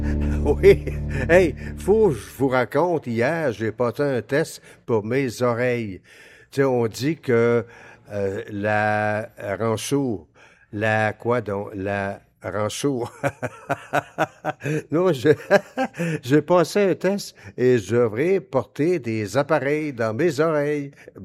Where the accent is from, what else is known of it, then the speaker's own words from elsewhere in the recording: Belgium; Oui, je suis un Belge d'origine allemand et iroquois du côté de mon père.